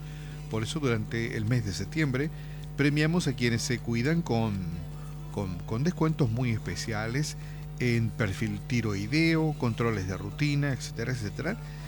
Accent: Puerto Casado, Alto Paraguay, Paraguay; Soy de Puerto Casado, quiero ganarme la entrada.

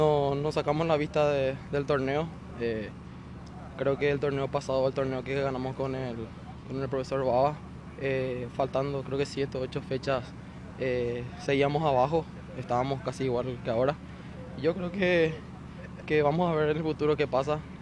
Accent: Itauguá, Central, Paraguay; Yo soy de itagüeña, sí, está en mi ciudad.

